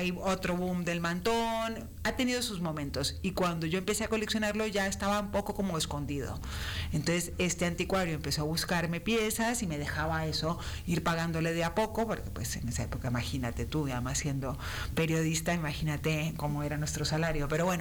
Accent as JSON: {"language": "Spanish", "country": "Colombia", "moved": "as an adult", "lives_now": "Spain", "said": "yo soy colombiana, llegué a España, elegí vivir aquí porque mis abuelos eran españoles hace 27 años"}